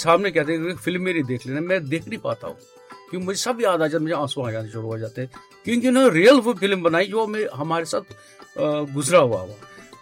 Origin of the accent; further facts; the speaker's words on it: Jammu and Kashmir, India; तो ये मैं इसलिए कर रहा था बिकॉज मैं कश्मीरी हूँ, मन में मेरा कश्मीर बसा हुआ है